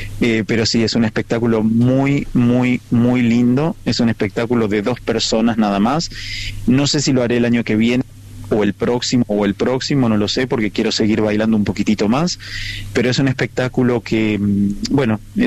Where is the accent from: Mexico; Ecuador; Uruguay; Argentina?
Argentina; recorremos toda la Argentina, y estamos felices de poder bailar en nuestro país, en mi país